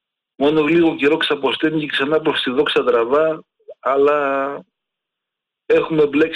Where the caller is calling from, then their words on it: Lefkada, Ionian Islands, Greece; Ακριβώς από τη Λευκάδα. Και εγώ Λευκαδιώτης είμαι.